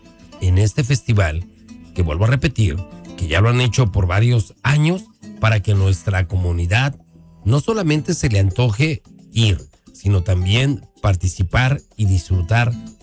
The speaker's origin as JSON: {"language": "Spanish", "country": "Mexico", "moved": "yes", "said": "yo soy orgullosamente mexicano"}